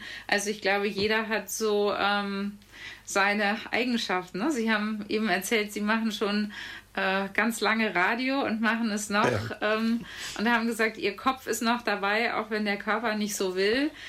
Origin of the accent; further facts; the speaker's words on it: Brühl, North Rhine-Westphalia, Germany; also born or lived in Bonn / Münsterland; komme tatsächlich ja gebürtig aus Brühl und meine Eltern und meine Großeltern haben dort eine hausärztliche Praxis geführt.